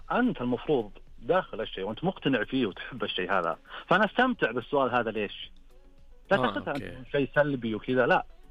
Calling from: Al-Qassim, Saudi Arabia; من القصيم

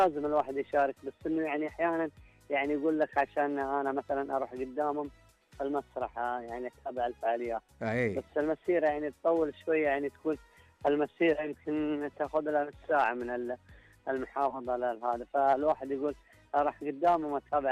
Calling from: Badr, Medina Province, Saudi Arabia; أنا أكلمك من محافظة بدر

